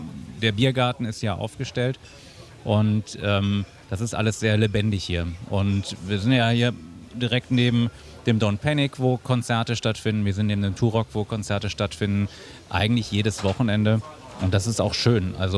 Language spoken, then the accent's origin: German; North Rhine-Westphalia, Germany; moved away as an adult; also born or lived in Cologne; now in Essen, Germany; Also ich komme ja zum Beispiel gar nicht aus dem Ruhrpott, ich komme eigentlich aus Bonn bzw. Köln